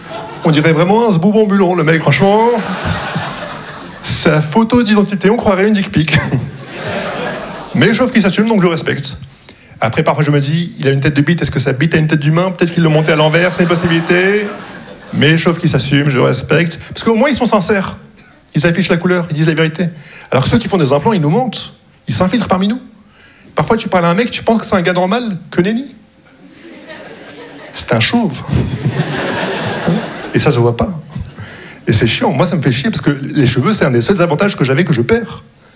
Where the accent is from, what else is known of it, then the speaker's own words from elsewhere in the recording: Morocco; Je vois que quand je leur dis que je suis marocain, ils sont déçus.